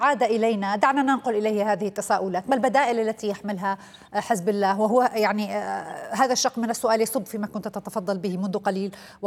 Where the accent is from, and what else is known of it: Syria